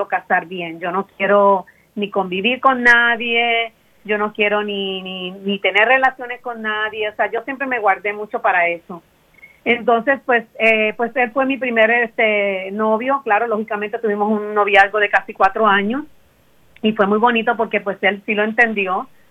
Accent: Puerto Rico; moved away as an adult; also born or lived in Florida; now in United States; en mi país era un poquito difícil encontrar el trabajo, por eso fue lo que nos hizo dar el cambio a Estados Unidos

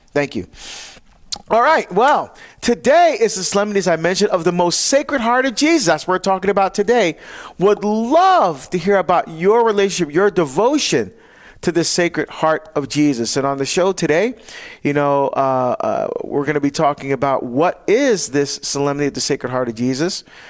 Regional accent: New Jersey, United States; again, in my home state of New Jersey.

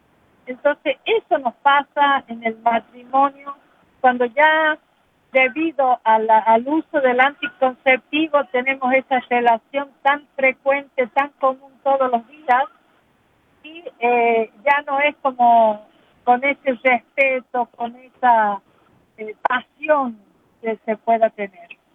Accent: Argentina; Nosotros en Argentina, yo soy de Argentina, nosotros a la cinta esa que pega le decimos cinta scotch.

